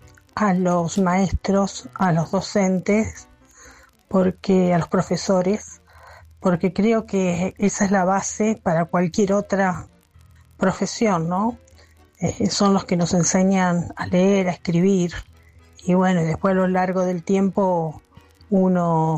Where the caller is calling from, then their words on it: Santa Rosa, La Pampa, Argentina; Habla … de Santa Rosa de la Pampa.